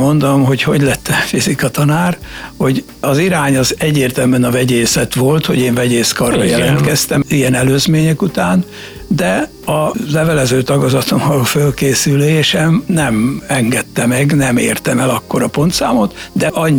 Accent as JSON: {"language": "Hungarian", "town": "Törtel", "region": "Pest", "country": "Hungary"}